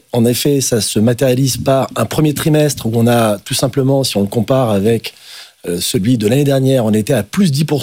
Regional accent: France; chez nous en France

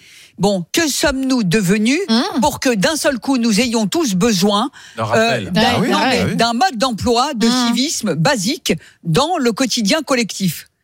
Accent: France; on a grandi dans cette société, on est français depuis longtemps, on a grandi ici, d'accord, moi dans mes générations.

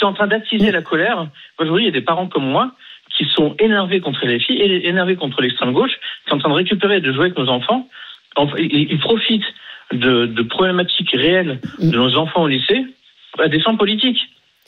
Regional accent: Trappes, Île-de-France, France; Moi, je viens de Trappes, du 78, qui est une ville qui est connue pour ses mouvements

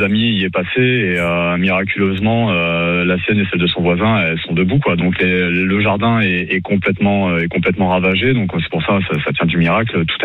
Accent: Limoges, Nouvelle-Aquitaine, France; on est originaire de Limoges

